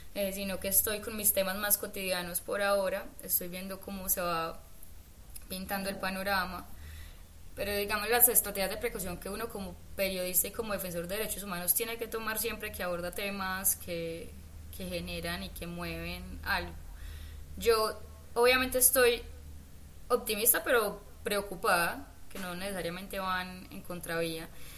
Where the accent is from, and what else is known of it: Medellín, Antioquia, Colombia; born or raised there